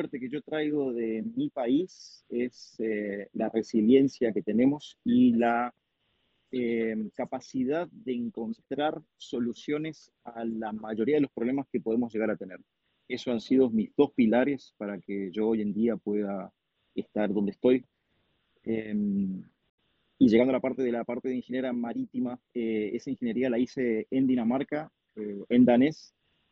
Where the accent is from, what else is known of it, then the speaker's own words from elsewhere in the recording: Godoy Cruz, Mendoza, Argentina; moved away as an adult; also born or lived in Villa Mercedes, San Luis; yo soy oriundo de Godecruz, Mendoza. Nacido en la ciudad de La Cepa, donde juega el club Antonio Tomba. Así que feliz de haber nacido. Y bueno, estuve hasta los 18 años en Mendoza. Después me moví a Villa Mercedes, San Luis